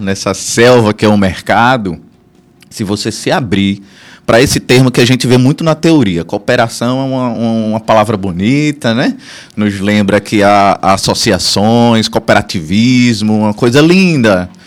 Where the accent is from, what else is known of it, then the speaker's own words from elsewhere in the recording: Lagarto, Sergipe, Brazil; Por que Lagarto? É a minha terra.